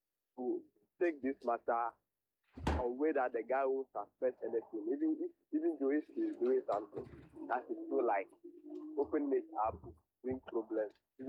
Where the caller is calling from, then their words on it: Accra, Greater Accra, Ghana; I'm speaking from Airport Residential right now.